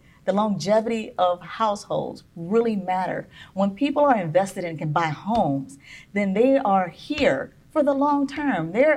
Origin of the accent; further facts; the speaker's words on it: Dunbar, Florida, United States; Of course, I'm from Dunbar. I love Dunbar.